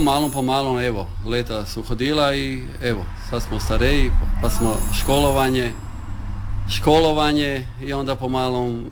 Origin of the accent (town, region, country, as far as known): Motovun, Istria County, Croatia